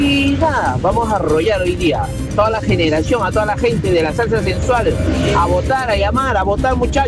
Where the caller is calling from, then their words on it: Lima, Peru; de Quebrero Verde desde el distrito de San Martín de Porres.